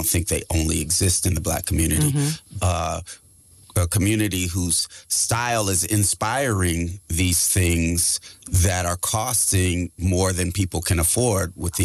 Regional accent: California, United States; obviously, I come from the Bay Area, so I'm going to, you know, shoot shots

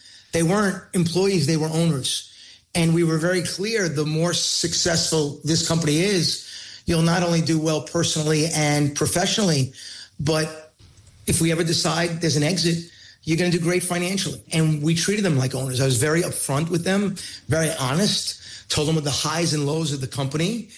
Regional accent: Queens, New York, United States; That's why I always say … from Queens, right?

